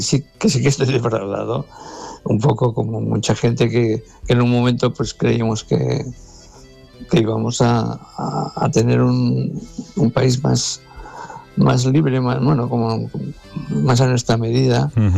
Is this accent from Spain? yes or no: yes; Catalonia, Spain; como los catalanes siempre... Hemos sido un pueblo derrotado.